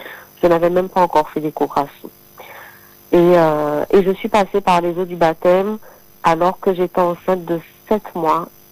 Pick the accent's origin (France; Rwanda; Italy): France; Guadeloupe; puisque j'ai grandi en Guadeloupe